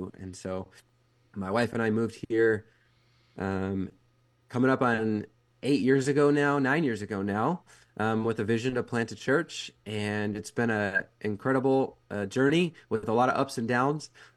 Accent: Minnesota, United States; moved away as an adult; also born or lived in Los Angeles / Massachusetts; now in San Jose, United States; I grew up in Minnesota, actually, and in the middle of college, God called me out to California, called me out

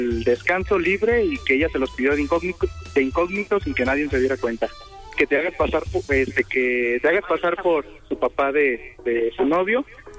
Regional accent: Colima, Mexico; Somos de Colima.

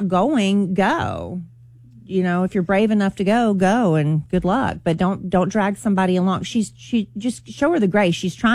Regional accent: United States; born there; But like, I'm very, very thankful that I was born in America.

